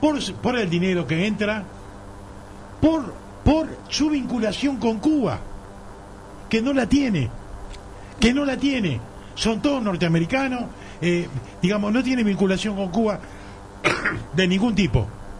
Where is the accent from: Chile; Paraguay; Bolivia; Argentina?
Argentina